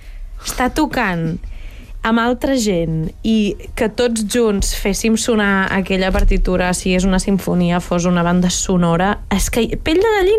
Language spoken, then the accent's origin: Catalan; Valls, Catalonia, Spain; born or raised there